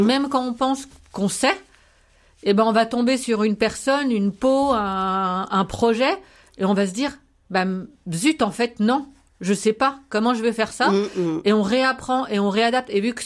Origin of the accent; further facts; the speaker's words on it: Paris, Île-de-France, France; moved away as an adult; now in Besançon, France; moi, je suis parisienne